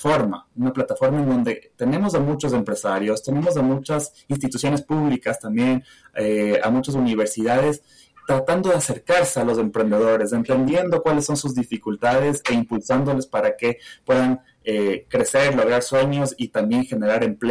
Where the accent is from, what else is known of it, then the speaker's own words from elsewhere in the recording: Ecuador; La primera que sentimos nosotros que tenemos que hacer como ecuatorianos es creérnosla.